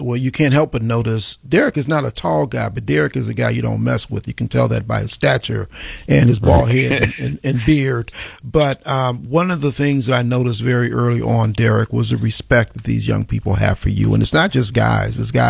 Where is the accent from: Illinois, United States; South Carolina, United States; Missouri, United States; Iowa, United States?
Illinois, United States; Chicago; I grew up in Lawndale